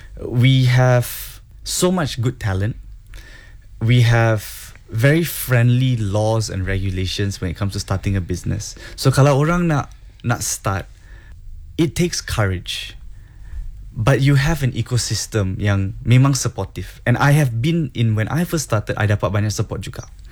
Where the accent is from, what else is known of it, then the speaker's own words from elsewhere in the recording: Singapore; also born or lived in Hong Kong / Australia; I grew up in Singapore. I grew up in Hong Kong. Studied in Australia.